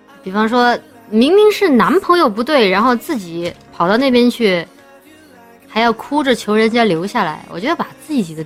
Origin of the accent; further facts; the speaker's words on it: Chongqing, China; 我们家乡